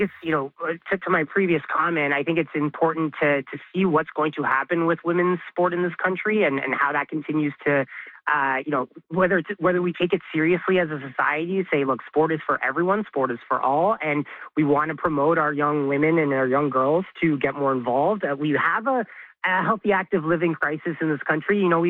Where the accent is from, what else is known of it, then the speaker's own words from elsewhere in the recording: Toronto, Ontario, Canada; I'm a son of immigrants as well. I was born and raised in Toronto